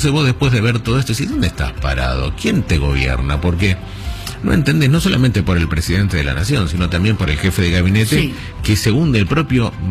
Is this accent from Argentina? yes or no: yes; Argentina; según consideramos muchos argentinos